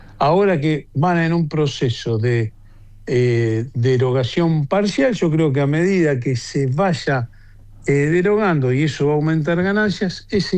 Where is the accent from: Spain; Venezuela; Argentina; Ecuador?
Argentina; Rosario, Santa Fe; Yo, como soy de Rosario, defiendo más a la región centro